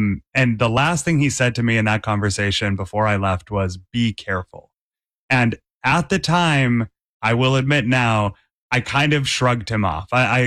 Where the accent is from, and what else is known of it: Massachusetts, United States; born or raised there